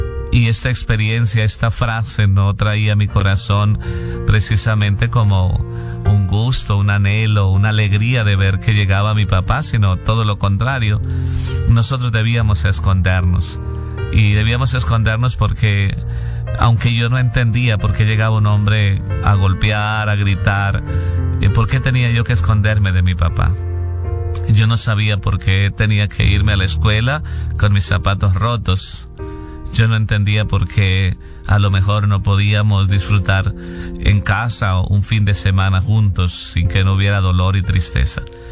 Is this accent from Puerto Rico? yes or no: no; Llanos Orientales, Colombia; born there; Yo soy de Colombia, de un pueblo muy pequeño pero muy hermoso por allá en los llanos orientales de este país hermoso de Colombia, y allí nací.